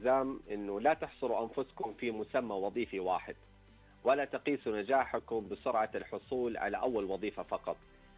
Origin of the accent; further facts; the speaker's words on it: Saudi Arabia; والفرص عندنا في السعودية ولله الحمد أخوي عزام كثيرة،